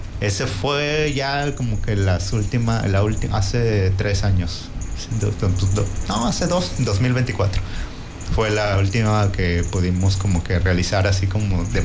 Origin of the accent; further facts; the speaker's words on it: Puerto Vallarta, Jalisco, Mexico; Sí, ciudadano de aquí de Puerto Vallarta. Yo crecí en dos colonias, en La López y en Ixtapa.